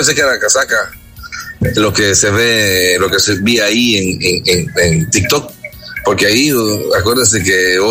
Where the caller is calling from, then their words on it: El Salvador; Soy salvadoreño, radico aquí y todo